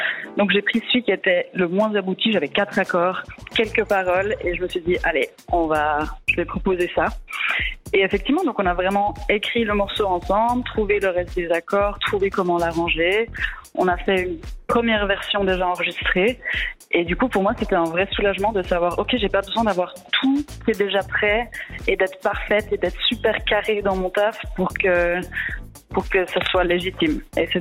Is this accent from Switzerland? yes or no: yes; La Chaux-de-Fonds, Neuchâtel, Switzerland; Bah, moi je viens de la Chaux-de-Fonds, donc je pense à Hummus Records